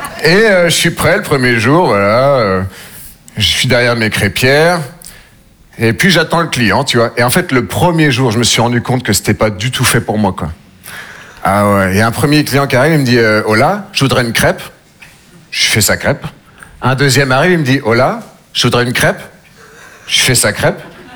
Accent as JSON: {"language": "French", "region": "Nouvelle-Aquitaine", "country": "France", "said": "Moi, je viens des Deux-Sèvres. Je ne sais pas si vous connaissez. Entre la Vienne"}